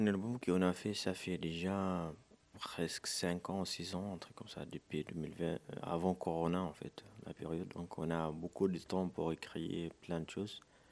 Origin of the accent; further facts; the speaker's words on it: Tamanrasset, Tamanrasset Province, Algeria; On a grandi dans la même ville, on a appris la même école, on a toujours s'amé depuis l'âge de 13 ou 12.